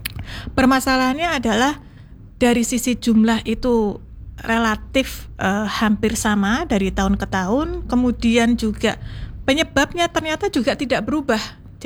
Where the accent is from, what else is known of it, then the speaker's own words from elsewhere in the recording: Mojokerto, East Java, Indonesia; born there; also born or lived in Jakarta; now in Surabaya, Indonesia; Kalau dulunya saya aslinya dari Mojokerto, Cakning.